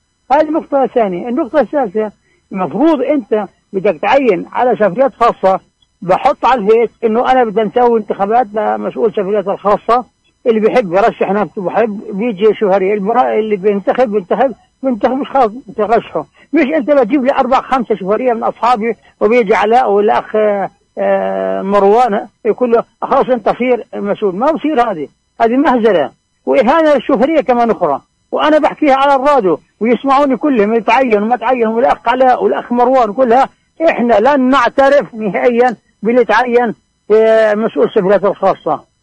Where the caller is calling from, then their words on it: Bethlehem, West Bank, Palestine; عندنا في بيت لحم